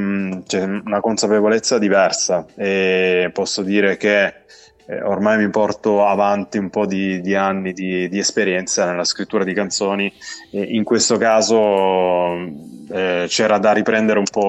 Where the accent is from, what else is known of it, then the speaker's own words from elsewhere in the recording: Apulia, Italy; Vediamo quest'estate magari di riuscire a fare anche qualche live dalle mie parti, dalla provincia di Taranto.